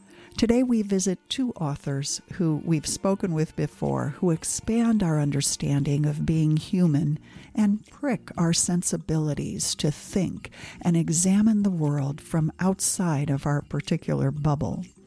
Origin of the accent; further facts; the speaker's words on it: United States; with a novel idea. I am an American.